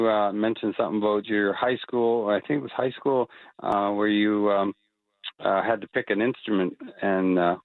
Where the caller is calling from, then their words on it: Waterford, Ontario, Canada; Calling from Waterford, Ontario.